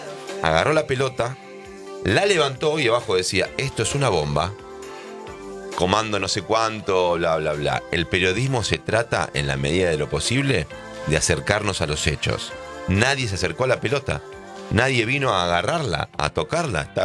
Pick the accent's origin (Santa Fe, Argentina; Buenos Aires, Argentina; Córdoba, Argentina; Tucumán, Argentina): Buenos Aires, Argentina; Yo una vez dije, yo no puede ser que sea un argentino bastante tanguero como porteño, que me gusta el tango y no haya jugado a la quiniela.